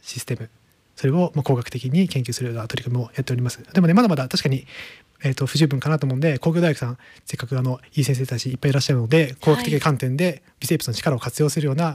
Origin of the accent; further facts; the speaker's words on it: Aichi, Japan; now in Ishikawa, Japan; 出身は愛知県ですね。愛知県の東側に、はい、豊川豊橋っていう町がありまして、はい、まあ、そのあたりに出身になります。